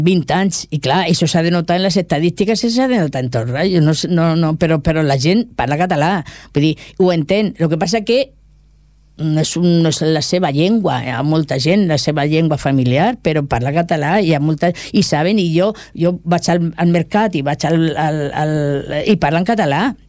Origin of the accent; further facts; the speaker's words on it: Catalonia, Spain; accent: Murcian; Catalan is a second language; parlo un català amb accent murcià, però de Lleida. Sembla que soc valenciana.